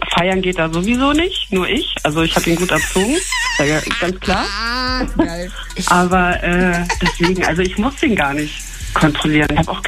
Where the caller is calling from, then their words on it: Brandenburg, Germany; als Brandenburger